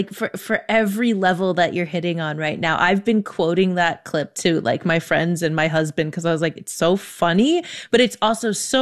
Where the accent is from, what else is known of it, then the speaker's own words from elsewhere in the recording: New Haven, Connecticut, United States; I grew up Puerto Rican in New Haven, Connecticut. And I felt this way a lot, like, because I struggle with Spanish sometimes.